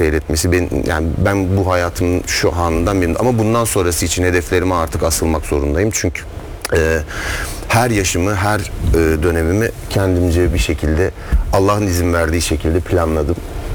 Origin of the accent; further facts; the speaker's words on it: Ankara, Turkey; also born or lived in Eskişehir; now in Istanbul, Turkey; Ankara'da doğup büyümüşüz.